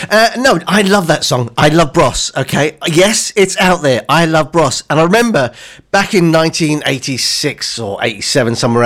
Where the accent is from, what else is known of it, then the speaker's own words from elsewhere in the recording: South Africa; moved away; I grew up in South Africa, I spent a lot of time in South Africa